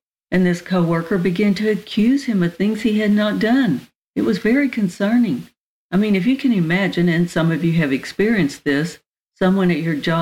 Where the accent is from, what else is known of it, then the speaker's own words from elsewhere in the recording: Oklahoma, United States; I grew up in Oklahoma, and so the word safety has a special meaning right around the time of year when the tornadoes come.